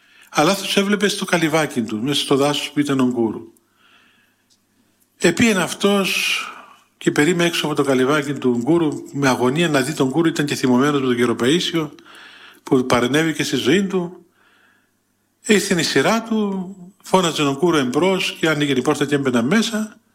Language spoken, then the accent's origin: Greek; Thessaloniki, Central Macedonia, Greece; Από πού είσαι? Είμαι από την Ελλάδα, από τη Θεσσαλονίκη.